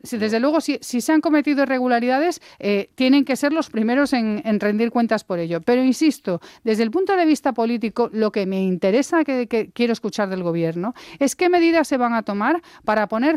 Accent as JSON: {"language": "Spanish", "town": "Santiago de Compostela", "region": "Galicia", "country": "Spain", "said": "Yo, bueno, soy de Santiago de Compostela, no puedo olvidar ni perder de vista la Diputación Ondarense, la Diputación de Lugo"}